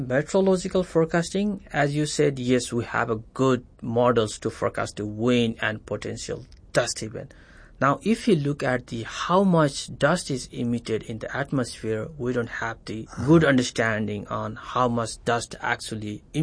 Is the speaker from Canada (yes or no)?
no; Nepal; English is a second language; now in United States; And by the way, I'm from Nepal, and this has been an independent country since history, you know.